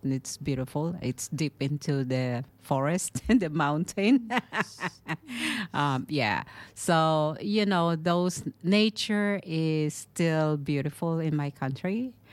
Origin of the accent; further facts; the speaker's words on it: Negros Island Region, Philippines; moved away as an adult; now in Australia; There's a lot of hiking trail in my hometown, Negros.